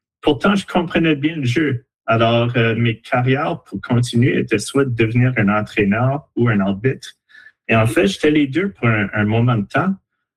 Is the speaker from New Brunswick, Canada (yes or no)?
yes; Moncton, New Brunswick, Canada; born there; also born or lived in Saskatchewan; now in Dieppe, Canada; J'ai grandi à Moncton, puis j'ai joué pour l'école de tir. Mais maintenant, j'habite à Dieppe